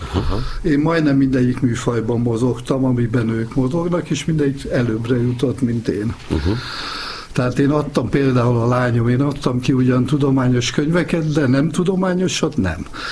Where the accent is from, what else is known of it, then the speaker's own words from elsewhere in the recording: Veszprém, Veszprém County, Hungary; born there; Én Veszprémre születtem.